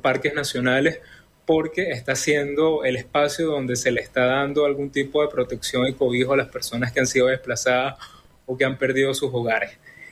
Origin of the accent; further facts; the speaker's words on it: Venezuela; para nosotros como venezolanos